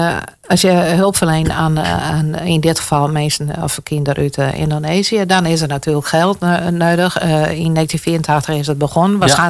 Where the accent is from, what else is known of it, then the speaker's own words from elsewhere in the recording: Friesland, Netherlands; ik kom uit Achtgaarsbon natuurlijk.